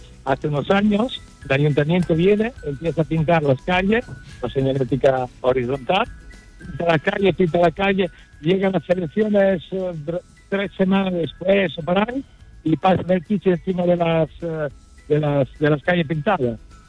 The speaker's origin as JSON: {"language": "Spanish", "country": "Italy", "second_language": "Spanish", "moved": "yes", "lives_now": "Spain", "said": "De hecho, venía aquí en los años 80 de vacaciones y al final me decidí y vine a vivir aquí. Yo soy italiano y estoy 30 años que ya vivo fijo aquí."}